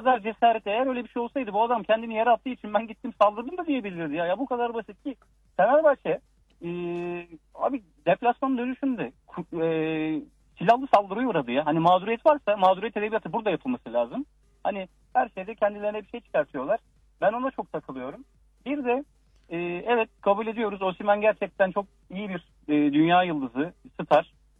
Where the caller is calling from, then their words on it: Istanbul, Turkey; İstanbul.